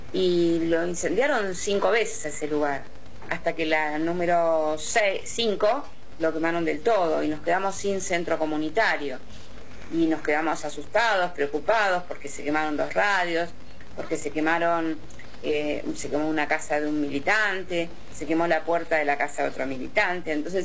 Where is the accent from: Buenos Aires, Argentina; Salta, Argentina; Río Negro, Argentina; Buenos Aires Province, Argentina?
Río Negro, Argentina; Mallín Ahogado; Mi pueblo, mi paraje se llama Mallín Ahogado.